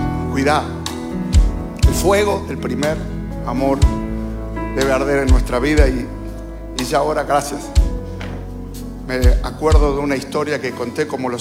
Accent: Buenos Aires, Argentina; Me crié en la Capital Federal, así que yo nunca hice asado.

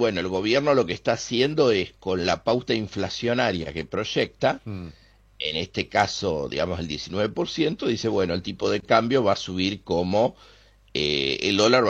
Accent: Argentina

